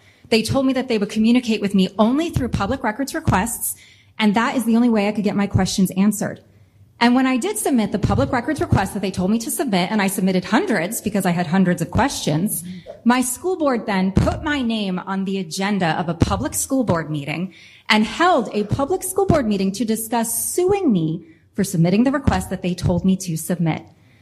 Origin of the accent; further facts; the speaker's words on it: Rhode Island, United States; I am a mother from Rhode Island who was sued by the teachers union